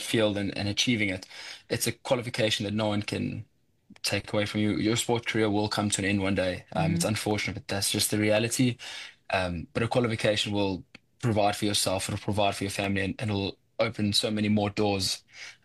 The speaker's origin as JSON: {"language": "English", "town": "Port Shepstone", "region": "KwaZulu-Natal", "country": "South Africa", "said": "I'm from Port Shepstone, on the lower south coast of KZN, and growing up there"}